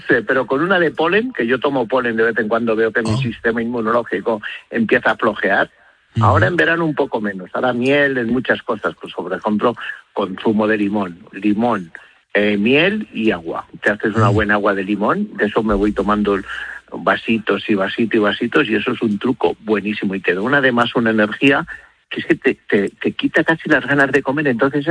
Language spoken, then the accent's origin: Spanish; Castile and León, Spain; ella era de origen austriaco y él era de cerca de mi pueblo, era de Piedrahíta